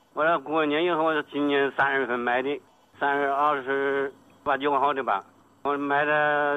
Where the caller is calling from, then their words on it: Wuhan, Hubei, China; 我现在住在白沙洲啊。